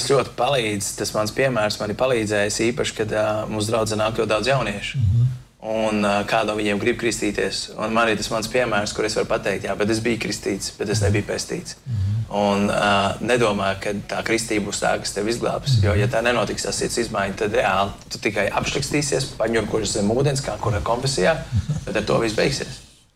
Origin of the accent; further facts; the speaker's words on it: Liepāja, Kurzeme, Latvia; mēs no Liepājas mums katru gadu tā, kad kādi jaunieši beidz skolas, un tad viņi dodas uz Rīgu, piemēram.